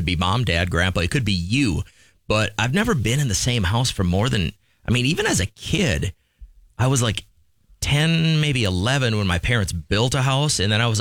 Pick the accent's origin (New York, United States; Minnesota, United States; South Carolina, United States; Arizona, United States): Minnesota, United States; Belle Plaine; my hometown is Belle Plaine, Minnesota.